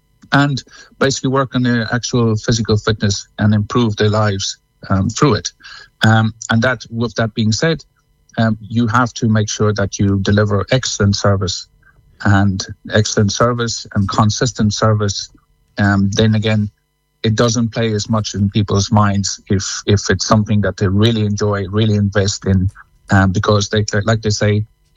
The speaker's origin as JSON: {"language": "English", "country": "South Africa", "moved": "yes", "lives_now": "Cong, Ireland", "said": "No, I'm originally from South Africa, I suppose."}